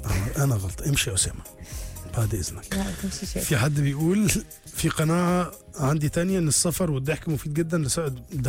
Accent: Alexandria, Alexandria Governorate, Egypt; انا من اسكندريه ودايما صورتنا ان احنا دايما بنتكلم بطريقه معينه

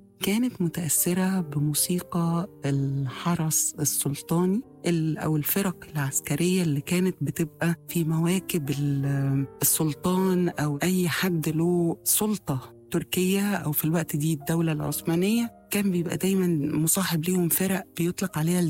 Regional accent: Egypt; بالنسبة لنا احنا كمصريين

